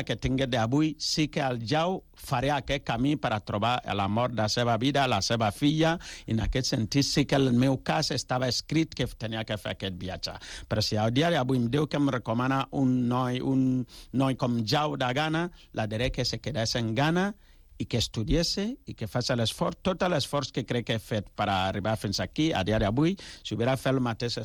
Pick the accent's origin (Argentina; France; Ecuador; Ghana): Ghana; Catalan is a second language; now in Catalonia, Spain; perquè jo soc de Ghana, tu imagina que jo vinc aquí amb un taparrabo o una lanança, això no és així.